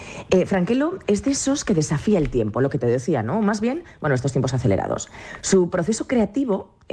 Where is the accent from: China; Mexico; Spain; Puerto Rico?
Spain; Zaragoza, Aragon; yo estoy en Zaragoza, en mi tierra.